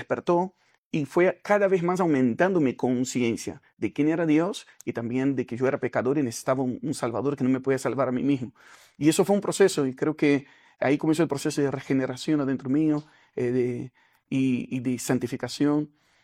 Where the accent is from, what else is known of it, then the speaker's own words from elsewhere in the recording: Rio de Janeiro, Brazil; first language Portuguese; Spanish is a second language; En Brasil, crecí en Río Janeiro, Brasil.